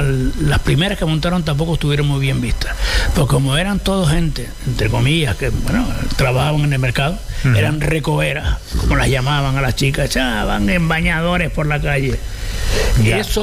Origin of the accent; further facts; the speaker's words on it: Canary Islands, Spain; No soy buen canario.